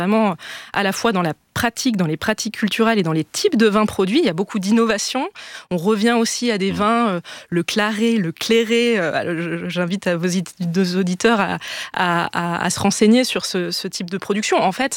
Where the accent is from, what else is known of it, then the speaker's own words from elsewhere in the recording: France; Non, moi, je viens de la Loire, donc effectivement, je comprends cette comparaison.